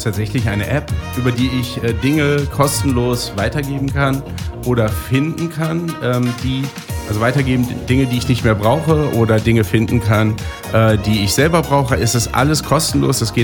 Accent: Wiesbaden, Hesse, Germany; also born or lived in Berlin; Ich selbst bin in Wiesbaden aufgewachsen und drei der anderen Gründer auch.

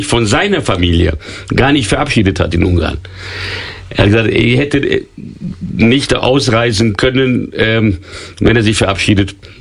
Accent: São Paulo, Brazil; moved away; also born or lived in Hungary / Vienna; Als Baby nach São Paulo, da bin ich aufgewachsen.

